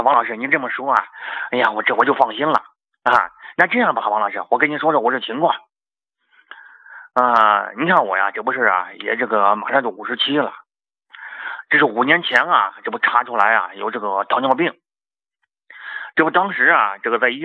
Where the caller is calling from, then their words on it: Shijiazhuang, Hebei, China; 我是河北石家庄的啊，一个新患者，新朋友啊。